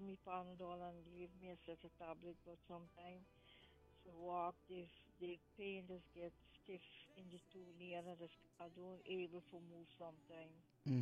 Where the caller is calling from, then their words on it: Kitty, Demerara-Mahaica, Guyana; I'm calling from Dunrod Street, Kitty.